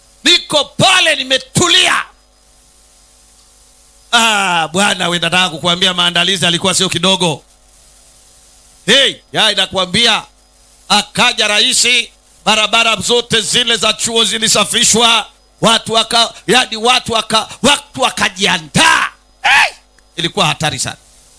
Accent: Kilimanjaro, Tanzania; Mimi natokea Kilimanjaro.

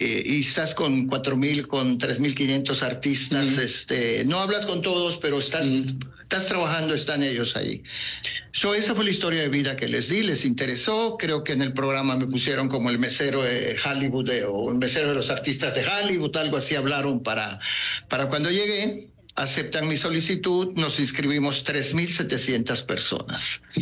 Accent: Mexico; now in United States; porque de cada tres californianos, dos somos mexicanos.

